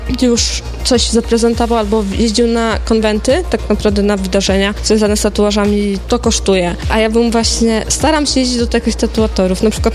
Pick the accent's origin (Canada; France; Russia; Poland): Poland; Podlaskie Voivodeship; a drzewo to, że pochodzę jednak z Podlasia i tak naprawdę wracam do korzeni.